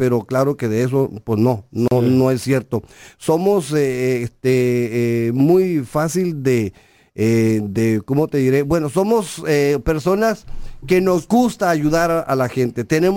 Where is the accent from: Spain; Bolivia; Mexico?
Mexico; Ensenada, Baja California; yo soy de ensenadense, sí.